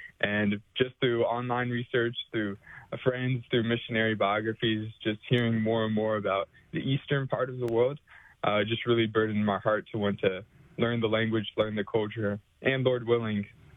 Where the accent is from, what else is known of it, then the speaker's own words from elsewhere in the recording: Dallas, Texas, United States; now in Ankeny, Iowa, United States; So I grew up in Dallas, Texas.